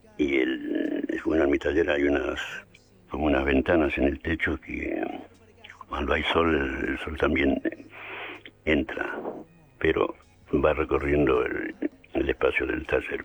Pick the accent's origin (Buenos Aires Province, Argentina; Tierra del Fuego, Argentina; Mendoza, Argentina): Mendoza, Argentina; Palmira; born there; moved away; also born or lived in Buenos Aires; Yo viví en Palmira hasta que me fui a Buenos Aires. En realidad yo nací en la ciudad de Mendoza.